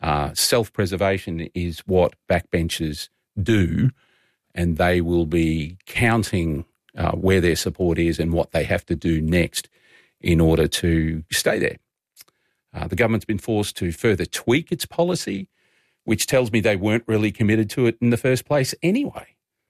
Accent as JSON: {"language": "English", "region": "Queensland", "country": "Australia", "said": "But Queenslanders, we're advanced."}